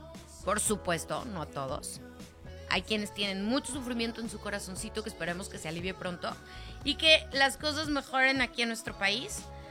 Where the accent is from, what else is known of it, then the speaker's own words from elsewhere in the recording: Mexico; Y creo que hoy, por primera vez, después de, ¿qué quieren?, 10 años, estamos nuevamente juntos como mexicanos.